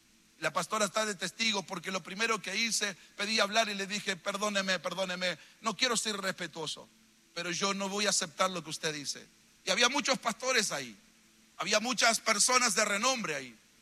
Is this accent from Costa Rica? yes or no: no; Argentina; en Argentina nosotros sacamos pecho como argentinos